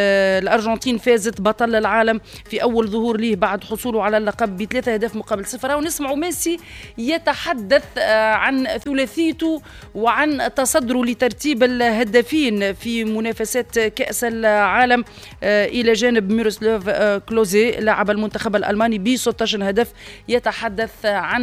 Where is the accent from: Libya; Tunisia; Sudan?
Tunisia